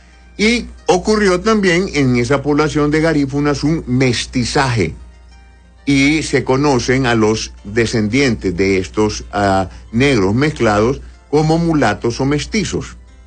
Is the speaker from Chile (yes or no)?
no; Honduras; Todos los hondureños que vivimos en Honduras somos hondureños.